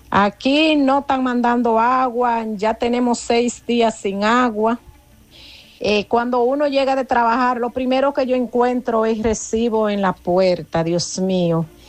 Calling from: Santiago de los Caballeros, Santiago, Dominican Republic; Le hablo de Villa Progreso, La Herradura.

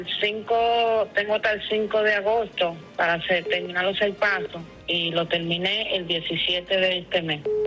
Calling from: Santo Domingo Norte, Santo Domingo, Dominican Republic; Santo Domingo Norte.

